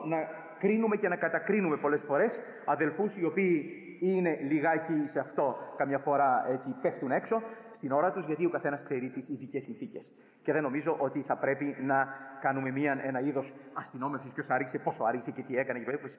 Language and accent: Greek; Greece